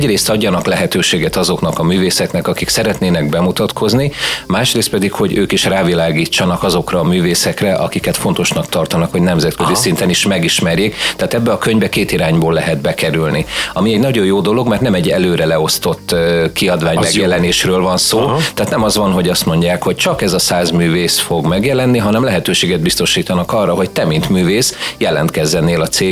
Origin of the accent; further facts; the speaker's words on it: Tápiószele, Pest, Hungary; ott van Tápió Szele, mint szülővárosom